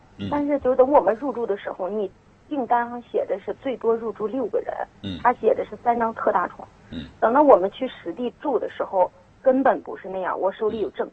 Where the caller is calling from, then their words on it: Inner Mongolia, China; 我是内蒙古。